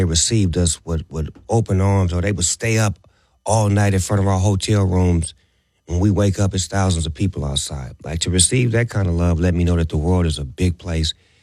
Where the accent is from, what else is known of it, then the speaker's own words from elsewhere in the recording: Long Beach, California, United States; I'm so local. I'm from Long Beach and we only knew Long Beach.